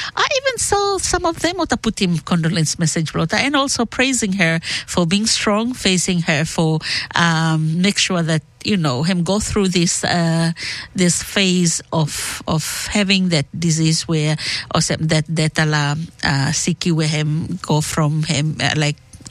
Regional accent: Malaita, Solomon Islands; we come from Kwara Island Malaita

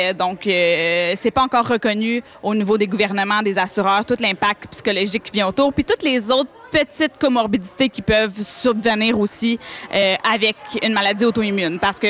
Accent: Quebec, Canada

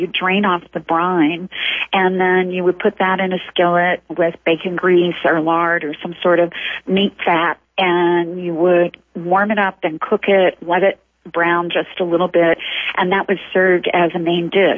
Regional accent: Corbin, Kentucky, United States; born or raised there

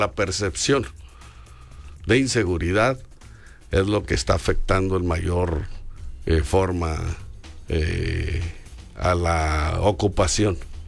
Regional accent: Mexico; si es como mexicanos, las merecemos todos

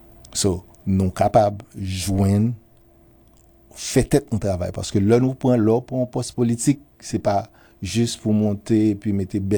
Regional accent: Haiti; Nous supposer en tant que haïtien faire un bagage, mander un bagage.

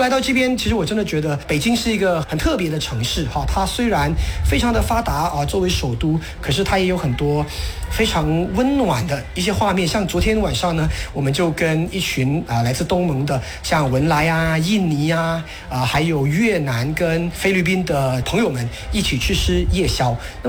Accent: Malaysia; 我们马来西亚人

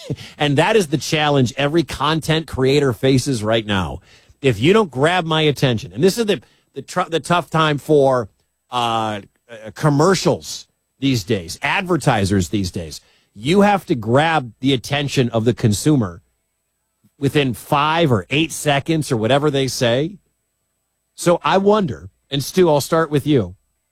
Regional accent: Detroit, Michigan, United States; Hockey, even though I'm from Detroit and grew up watching a lot of Red Wings hockey in my life, it doesn't resonate.

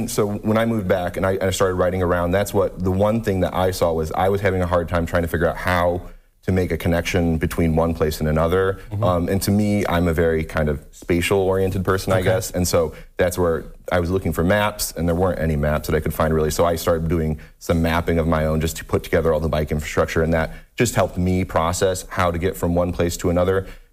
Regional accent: Toledo, Ohio, United States; I'm originally from Toledo. I was away for a while, but then moved back

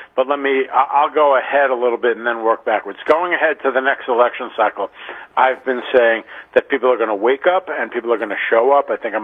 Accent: New York, United States; now in Manhattan, United States; I'm from, you know, South Shore of Long Island, Nassau County.

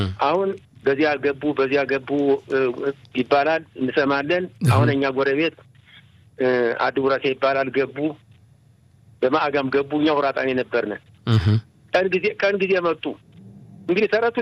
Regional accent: Adet, Amhara, Ethiopia; now in Israel; የዳባት አውራጃ። አዎ እሱ እኛ ተወልደን አድገን ተደረን ተኩለን ነው ወደ እስራኤል ሀገር መንገድ የጀመርነ።

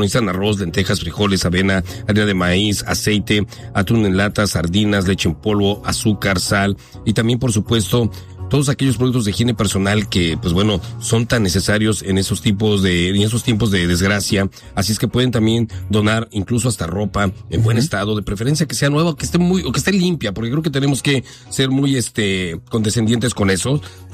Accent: Mexico

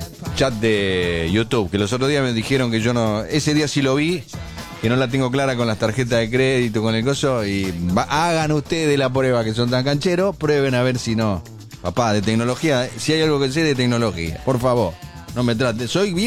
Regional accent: Argentina; somos argentinos

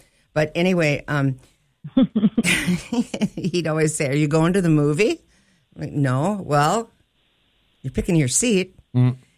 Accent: Alexandria, United States; when she comes to Alexandria, my hometown, for the first time.

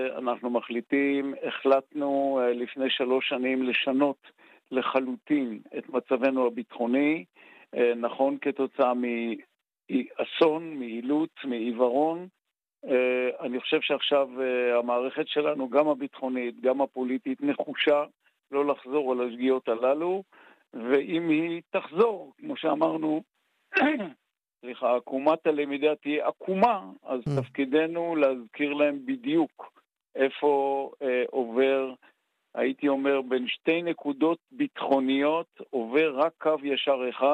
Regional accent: Ein Gev, Northern District, Israel; born there; תקשיב, אני נולדתי בקיבוץ עין גב. קיבוץ עין גב, בזמן שאני נולדתי, היה הקצה המזרחי של מדינת ישראל, מעלינו סורים, מלפנינו סורים ומאחרינו הכנרת.

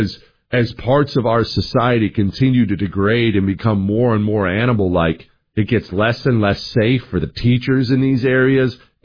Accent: Bozeman, Montana, United States; born or raised there

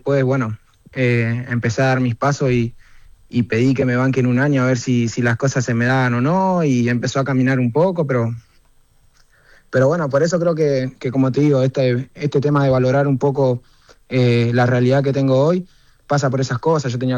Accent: Carmen de Patagones, Buenos Aires Province, Argentina; moved away; also born or lived in Chicago; Yo soy de Carmen de Patagones, pero estás, y ahora estoy en Buenos Aires.

